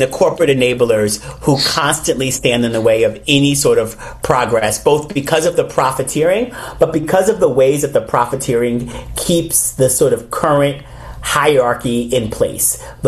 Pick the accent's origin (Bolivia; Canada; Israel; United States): United States; New York; And I watched this very clearly as a New Yorker